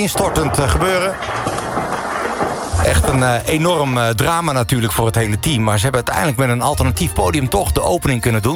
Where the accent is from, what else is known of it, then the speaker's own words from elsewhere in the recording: Veenendaal, Utrecht, Netherlands; Ik kom zelf uit Veenendaal van origine. En dit is echt mijn omgeving.